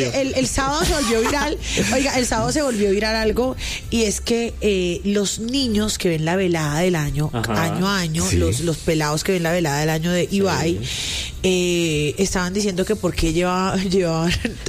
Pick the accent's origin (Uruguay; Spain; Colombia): Colombia